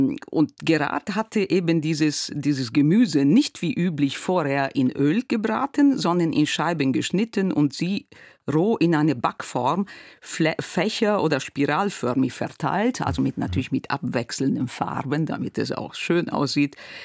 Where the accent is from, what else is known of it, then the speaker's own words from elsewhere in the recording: Emilia-Romagna, Italy; Und in der Region Marken heißt es dann Fricandò und in der Romagna, wo ich herkomme, Frigione.